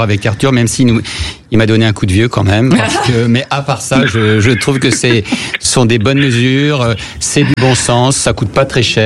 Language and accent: French; Paris, Île-de-France, France; parce que moi je suis parisien, hein